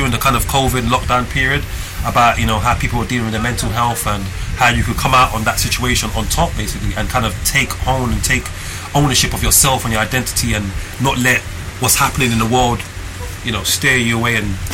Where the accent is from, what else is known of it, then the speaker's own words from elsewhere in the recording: London, United Kingdom; growing up in East London on the street, you kind of, I've seen it all, done it all.